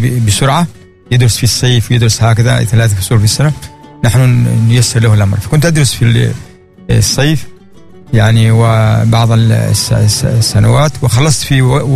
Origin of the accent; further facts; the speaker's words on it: Oman; أنا من عمان.